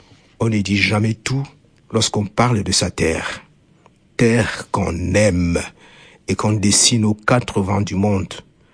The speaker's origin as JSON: {"language": "French", "region": "Centre", "country": "Cameroon", "first_language": "Nugunu", "second_language": "French", "said": "Certains sont écrits dans ma langue natale, le Nougounou, qui est parlé dans une partie du centre du Cameroun."}